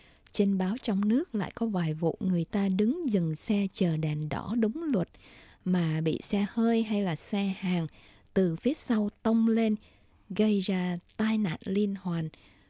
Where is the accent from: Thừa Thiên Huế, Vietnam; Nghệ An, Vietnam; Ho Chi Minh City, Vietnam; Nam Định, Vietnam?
Ho Chi Minh City, Vietnam; Sài Gòn là quê tôi, đôi khi tôi nghĩ mình thân thuộc với thành phố này tới mức nhắm mắt đi cũng tới chỗ mình muốn